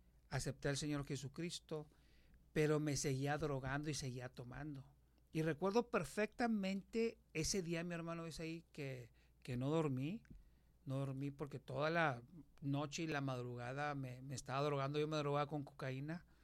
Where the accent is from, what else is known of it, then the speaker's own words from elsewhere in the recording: Monterrey, Nuevo León, Mexico; Nosotros somos de Burócratas Federal, está a un lado de Cumbres.